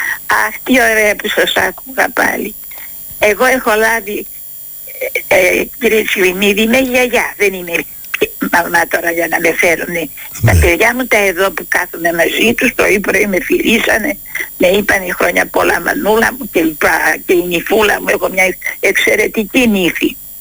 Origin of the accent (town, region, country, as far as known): Chalcedon, Istanbul, Turkey